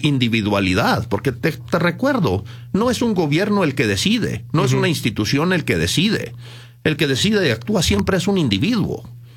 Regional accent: Chihuahua, Mexico; born there

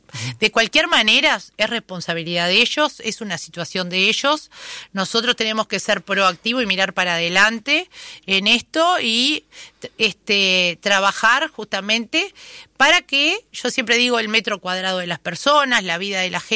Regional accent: Uruguay; como ciudadana uruguaya estoy preocupada

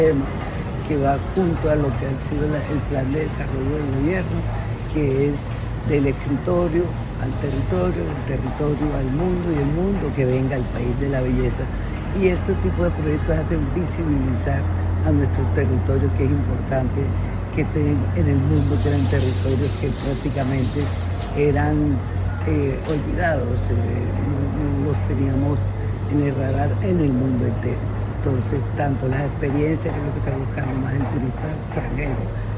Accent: Caribbean Region, Colombia; porque también soy costeño

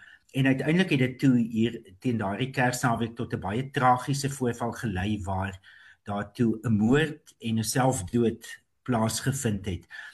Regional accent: Fraserburg, Northern Cape, South Africa; My grootwordjare was in die streek van die Groot Karoo wat ons die Nuwe Veld noem. Nou vir die luisteraars wat nie daarmee bekend is nie, die dorp, my tuisdorp is Vryheidsberg. En dis 'n dorp wat lê op die kruin van die Nuwe Veldberge.

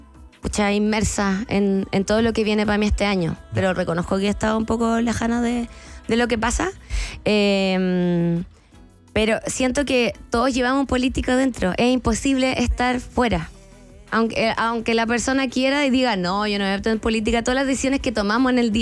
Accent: Puebla, Mexico; como si hay gente que no me conoce y no conoce mi identidad, un poquito vengo de Puebla.

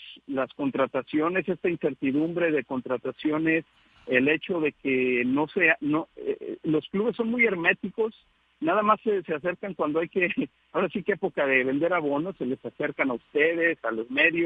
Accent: Guadalajara, Jalisco, Mexico; moved away; Yo viví mi experiencia de niño y de adolescente en Guadalajara, en una ciudad que es súper futbolera, yo creo que es la meca del fútbol, podríamos decir, del país

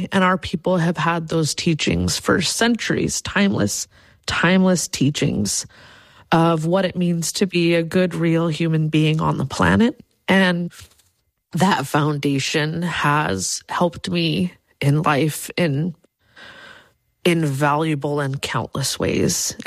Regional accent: Clark's Point, Alaska, United States; I was raised with her in Clark's Point in Bristol Bay.

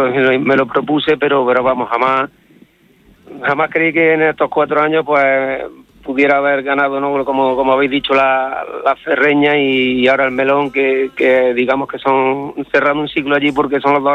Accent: Adamuz, Andalusia, Spain; en mi pueblo, pues gracias a Dios, aquí en Adamuz

